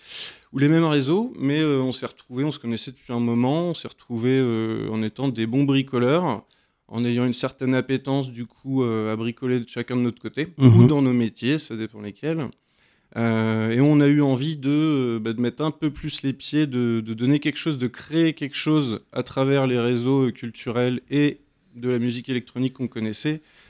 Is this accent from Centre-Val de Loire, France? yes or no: yes; Tours, Centre-Val de Loire, France; Tourangeau.